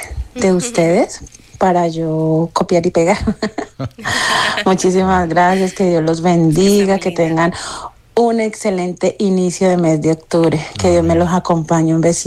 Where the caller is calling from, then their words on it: Santa Cruz de Tenerife, Canary Islands, Spain; desde Santa Cruz de Tenerife, España.